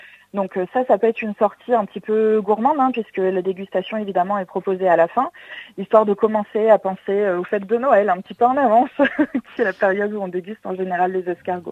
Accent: Auvergne-Rhône-Alpes, France; chez nous dans le Cantal

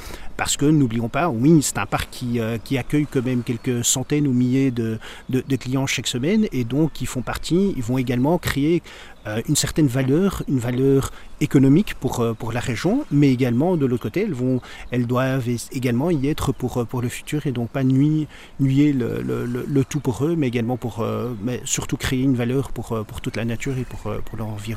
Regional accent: Belgium; now in Netherlands; mais je suis belge, hein, vous l'entendez, mais je travaille aux Pays-Bas

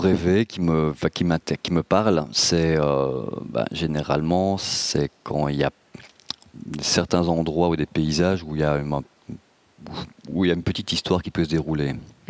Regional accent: Barvaux, Wallonia, Belgium; je suis belge, wallon, barvautois

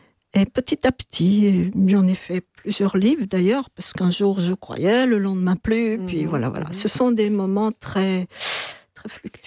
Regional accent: Belgium

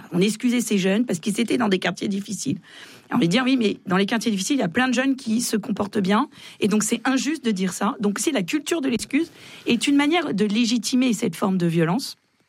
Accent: Nanterre, Île-de-France, France; moi, je suis de Nanterre, pas de police municipale. La nuit, il y a une voiture pour Nanterre.

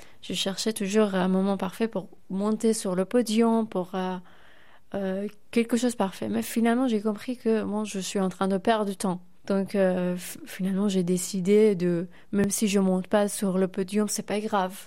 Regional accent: Iran

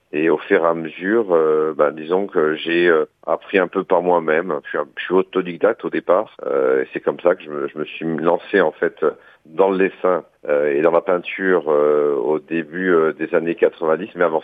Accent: Montemaggiore, Corsica, France; j'ai grandi en Corse, évidemment, en Balagne, à la Montemaggiore précisément.

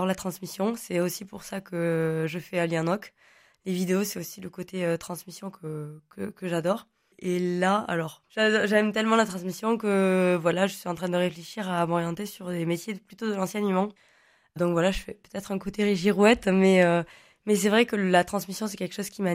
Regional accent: France; first language Occitan; French is a second language; J'ai appris le français en deuxième langue à la maison et à l'école. Mais donc, c'est mon père qui est linguiste et qui a écrit une méthode de langue en occitan, donc … qui donc m'a appris la langue.

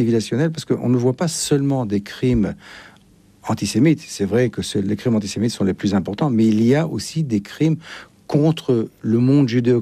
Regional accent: Israel; now in France; Je suis l'ambassadeur d'Israël, donc je représente l'Israël en France. Je parle avec tous les acteurs politiques qui acceptent l'existence de mon pays.

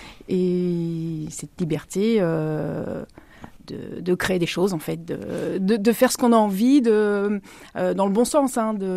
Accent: Rouen, Normandy, France; je suis née à Rouen. J'ai fait toute ma scolarité sur Rouen, j'ai travaillé sur Rouen et aujourd'hui j'ai créé une entreprise sur Rouen. Donc voilà, Rouen.

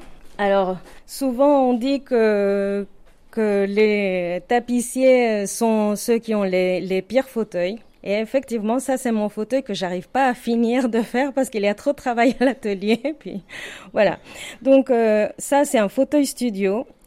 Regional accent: Mexico; moved away as an adult; now in Revermont, France; Oui, je suis arrivée en 2015. Après, alors moi, je viens du Mexique. J'avais fait les Beaux-Arts là-bas.

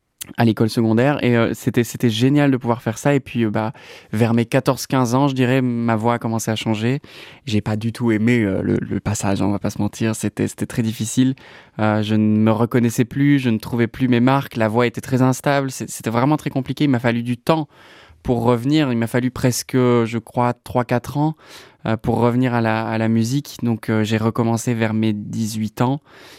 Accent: Anthisnes, Wallonia, Belgium; also born or lived in Seraing; Je suis né à Serein, mais j'ai vite migré du coup à Antine par le biais de mes parents qui habitaient là-bas évidemment à ce moment-là.

